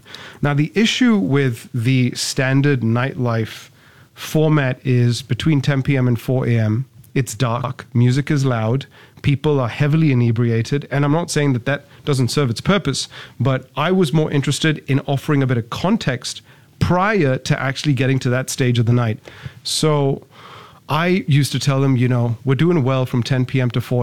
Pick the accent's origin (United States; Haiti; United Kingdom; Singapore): Singapore; I'm born and raised in Singapore.